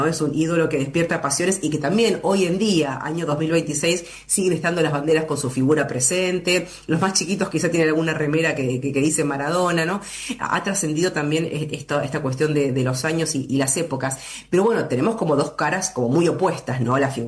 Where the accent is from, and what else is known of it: Argentina